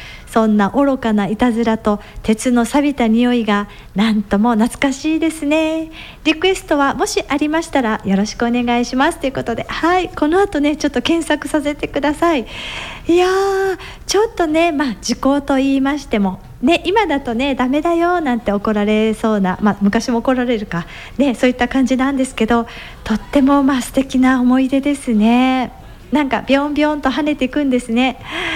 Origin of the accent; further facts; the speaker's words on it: Gunma, Japan; 出身は群馬県でして、長野県との県境の山間地域でしたから